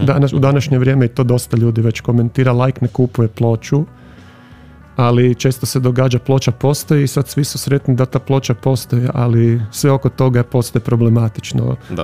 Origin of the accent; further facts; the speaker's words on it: Zagreb, City of Zagreb, Croatia; born there; moved away as an adult; now in Vrbovec, Croatia; ja sam rođen Zagrepčanin, ali sam prije punih 5 godina preselio u Vrbovec, a izlazim u Koprivnicu